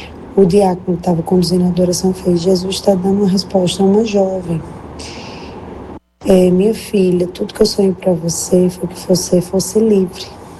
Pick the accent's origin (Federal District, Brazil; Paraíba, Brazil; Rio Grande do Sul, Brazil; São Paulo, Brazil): Paraíba, Brazil; João Pessoa; sou de João Pessoa, na Paraíba, sou irmã religiosa, tenho 35 anos